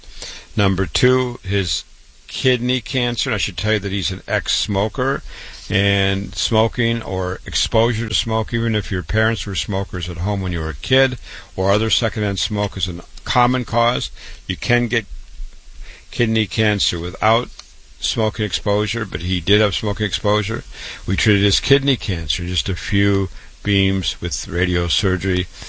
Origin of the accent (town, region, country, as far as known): Waterloo, Iowa, United States; born or raised there